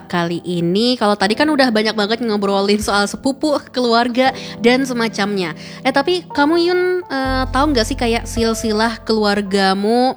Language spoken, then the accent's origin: Indonesian; South Kalimantan, Indonesia; Enggak, aku bukan orang Cina teman pro 2. Aku orang Banjar kayak gitu.